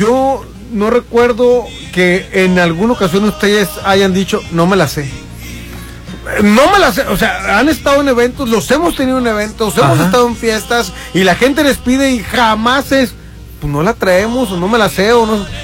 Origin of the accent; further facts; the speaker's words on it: Culiacán, Sinaloa, Mexico; Y somos de Culiacán.